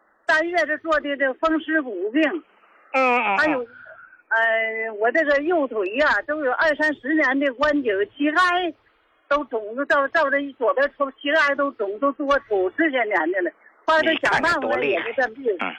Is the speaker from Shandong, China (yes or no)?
yes; Qingdao, Shandong, China; 我是青岛的。